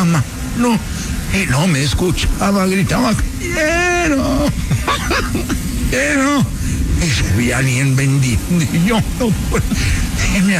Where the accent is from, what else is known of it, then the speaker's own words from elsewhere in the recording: Mexico; Sí, no, soy yo. Yo soy mexicano.